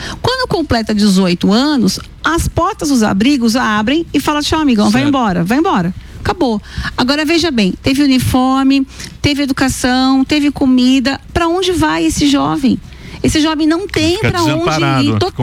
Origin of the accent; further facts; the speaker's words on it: São Paulo, Brazil; Sou paulistana, mas são de Natal.